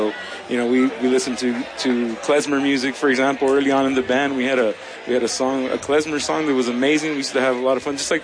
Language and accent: English; Los Angeles, California, United States; I mean, for us, we grew up in Los Angeles, and there's so much diversity of communities in Los Angeles.